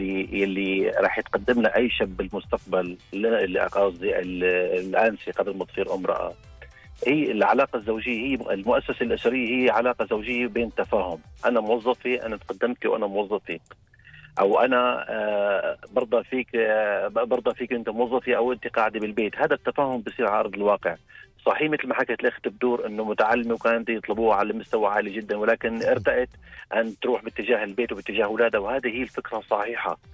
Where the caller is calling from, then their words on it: Syria; أنا نحن مثلا أنا من سوريا مثلا، أنا من سوريا